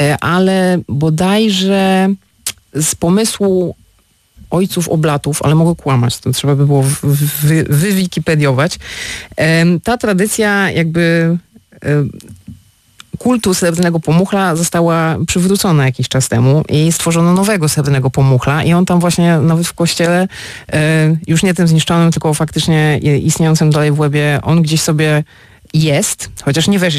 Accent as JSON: {"language": "Polish", "town": "Elbląg", "region": "Warmian-Masurian Voivodeship", "country": "Poland", "also_born_or_lived": "Gdańsk", "said": "Tak, z Elbląga, zgadza się. Chociaż mówię przeważnie, że jestem z okolic Gdańska. No bo w Gdańsku też kawał życia spędziłam studiując"}